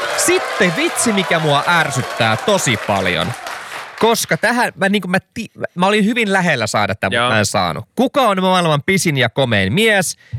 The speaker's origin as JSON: {"language": "Finnish", "town": "Kirkkonummi", "region": "Uusimaa", "country": "Finland", "said": "mä käytän tässä mun vastauksessa sanaa, joka meillä Kirkkonummella oli tosi paljon käytössä."}